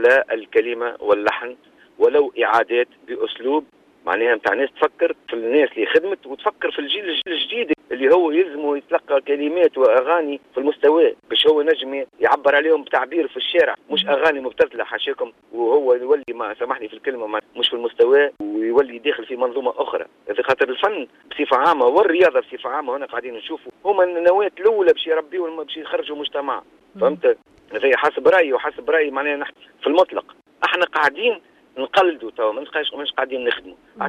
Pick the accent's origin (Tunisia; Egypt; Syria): Tunisia; وانا كمواطن تونسي